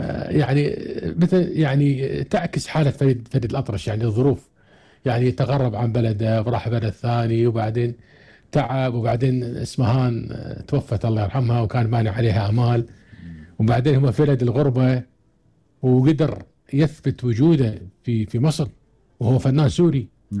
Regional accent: Kuwait; عندنا بالكويت

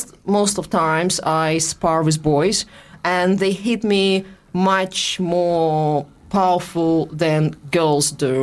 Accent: Russia; accent: Russian; English is a second language; I think it's my Russian accent because truly when I sing...

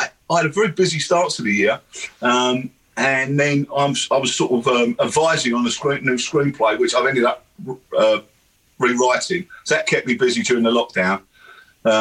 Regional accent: London, United Kingdom; So where I grew up in London, that wasn't particularly a good sign.

